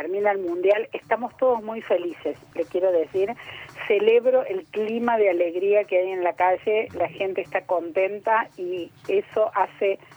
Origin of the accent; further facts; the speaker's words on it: Argentina; como argentinos ya estamos hechos.